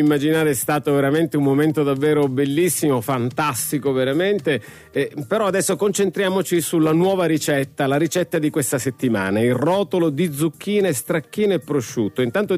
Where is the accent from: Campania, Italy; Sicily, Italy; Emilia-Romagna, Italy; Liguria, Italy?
Sicily, Italy; Io poi sono siciliano